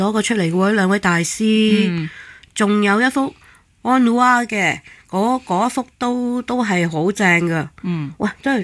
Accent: Hong Kong; 反映我哋香港人咧，其實都好靈活嘅，

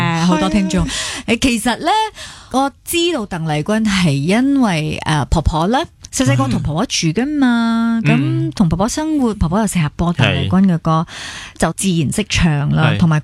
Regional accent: Malaysia; 我们马来西亚人

